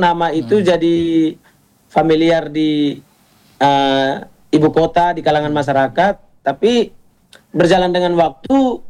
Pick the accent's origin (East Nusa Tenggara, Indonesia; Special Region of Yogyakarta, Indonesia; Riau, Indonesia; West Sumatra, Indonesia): East Nusa Tenggara, Indonesia; Lembata; moved away as an adult; now in Jakarta, Indonesia; Saya asli dari Lembata, tepatnya di Orang Atadei. Sekarang saya ada di Jakarta